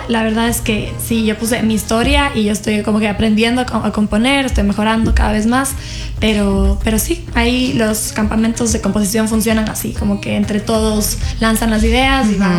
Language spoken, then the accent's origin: Spanish; Cuenca, Azuay, Ecuador; soy de Cuenca, soy de Ecuador